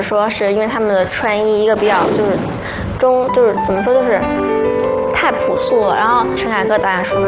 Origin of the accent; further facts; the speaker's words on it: Beijing, China; 我从小在北京。土生土长